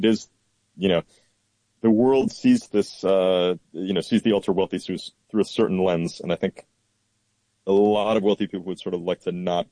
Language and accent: English; Rochester, New York, United States; No. I grew up in Rochester, New York. My father is an optometrist, so definitely was comfortable, but not, you know, definitely not rich, not wealthy.